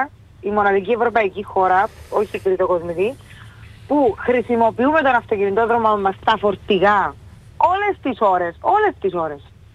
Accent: Limassol, Limassol District, Cyprus; Όταν σχολάσα, ξεκίνησα να πω στην πόλη μου στη Λεμεσό.

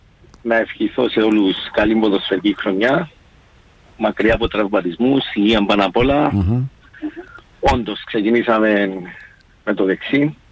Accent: Limassol, Limassol District, Cyprus; είμαι από τη Λεμεσόν

